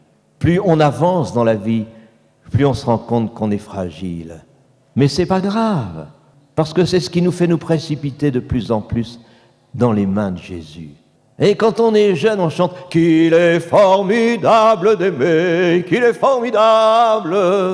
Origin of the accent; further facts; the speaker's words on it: Cambrai, Hauts-de-France, France; On a dit tout à l'heure que je venais de Cambrai.